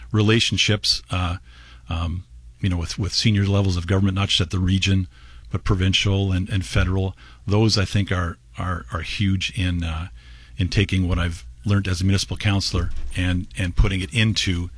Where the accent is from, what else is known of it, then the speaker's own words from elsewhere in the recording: Lincoln, Ontario, Canada; having been, you know, grown up in Lincoln my whole life